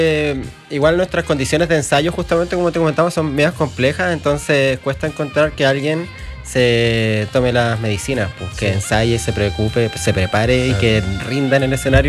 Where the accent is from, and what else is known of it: Chiloé, Los Lagos, Chile